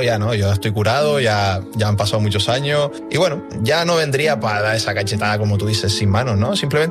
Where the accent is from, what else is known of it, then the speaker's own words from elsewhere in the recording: Canary Islands, Spain; yo estoy muy contento aquí, en mi tierra